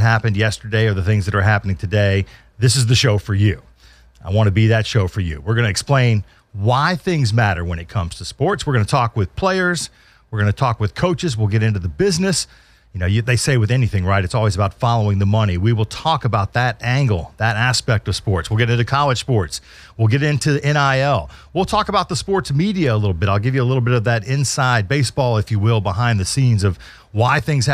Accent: Pensacola, Florida, United States; also born or lived in Huntsville, Alabama / Dallas, Texas / Charlotte, North Carolina; I'm from Pensacola. I'm a hometown guy. Went to high school here.

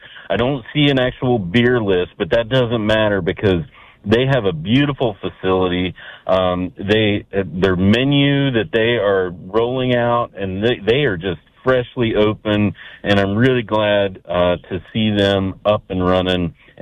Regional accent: Parkersburg, West Virginia, United States; Parkersburg Brewing, you know, they're near and dear to my heart being in my hometown

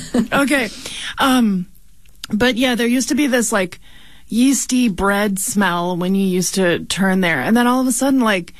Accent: Milwaukee, Wisconsin, United States; I grew up in Milwaukee

